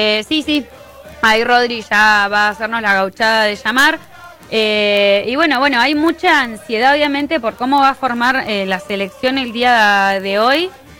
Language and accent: Spanish; Puerto Deseado, Santa Cruz, Argentina; born there; moved away; Parte de mi infancia la pasé en Puerto Deseado.